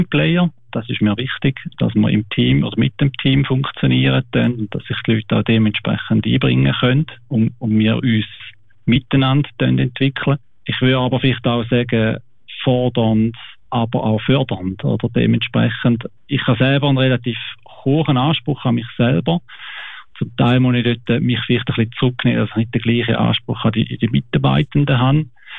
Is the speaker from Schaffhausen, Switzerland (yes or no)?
yes; Wilchingen, Schaffhausen, Switzerland; Mein Vater ist von Helsinki. Schon lange aber in der Schweiz und meine Mutter ist von Wilchingen. Wir sind in Wilchingen aufgewachsen.